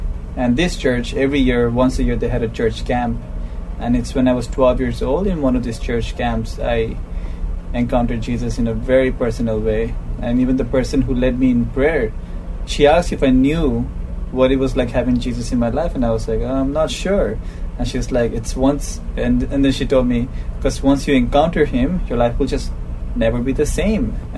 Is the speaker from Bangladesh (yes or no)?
yes; Bangladesh; and I'm from Bangladesh. Yeah, my father's Sri Lankan, my mother's Bangladeshi. I was born and raised in Bangladesh.